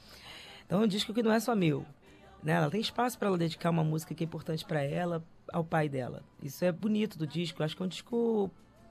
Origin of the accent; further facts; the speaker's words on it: Rio de Janeiro, Brazil; Eu frequentei muito Caxambi. Eu sou cria do Méier, né? Então Caxambi é minha casa também.